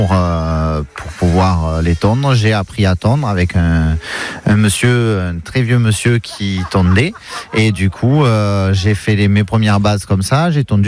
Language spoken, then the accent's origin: French; Raphèle-lès-Arles, Provence-Alpes-Côte d'Azur, France; moi je suis originaire de Raphel, ça fait partie de la commune d'Arles